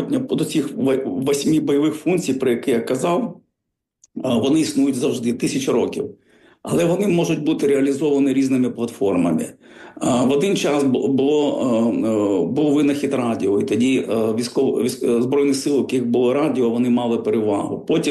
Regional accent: Sevastopol, Ukraine; я сам з Севастополя, з Криму

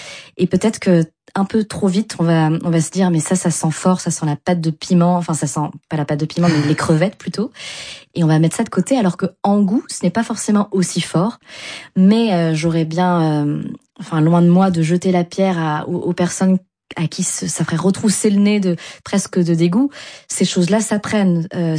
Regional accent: France; born there; que nos parents sont nés au Vietnam ou ailleurs, que nous on est nés en France, on envie cette vietnamité

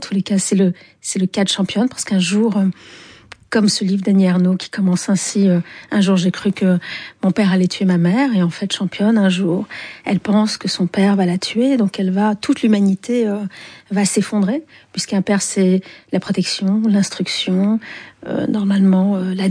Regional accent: Algiers, Algiers Province, Algeria; parce que j'ai grandi à Alger, qui est un pays très viril, masculin.

